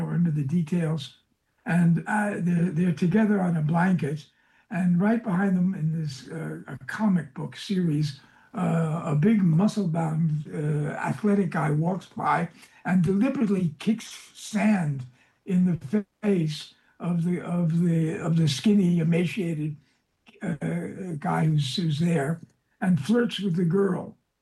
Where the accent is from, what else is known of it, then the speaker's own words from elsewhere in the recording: New York City, New York, United States; I was in New York City, growing up in New York City, where there was a lot of sympathy for socialist ideas.